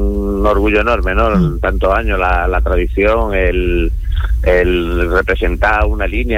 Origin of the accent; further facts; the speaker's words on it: Torremolinos, Andalusia, Spain; Toda la vida, de hecho mis cuatro abuelos son carihueleños, que es una cosa muy rara hoy en día.